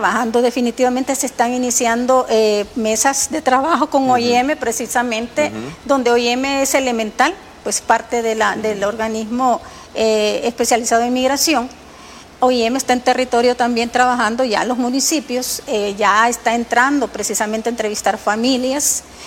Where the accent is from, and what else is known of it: El Salvador